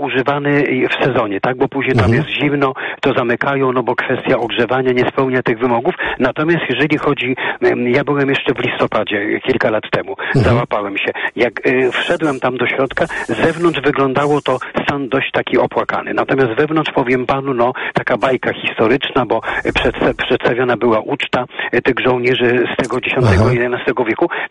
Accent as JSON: {"language": "Polish", "town": "Warsaw", "region": "Masovian Voivodeship", "country": "Poland", "said": "a skąd pan jest? Ja jestem z Warszawy."}